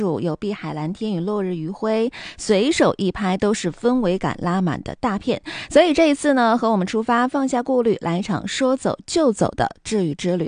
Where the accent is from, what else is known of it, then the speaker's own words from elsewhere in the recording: Harbin, Heilongjiang, China; 更重要的是，它离我们哈尔滨是近在咫尺的，不用转机，坐着高铁就能够轻松出境，这是独属于我们东北人的出境游福利。